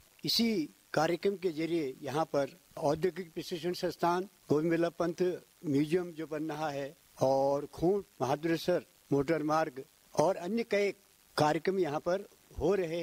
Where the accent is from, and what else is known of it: Uttarakhand, India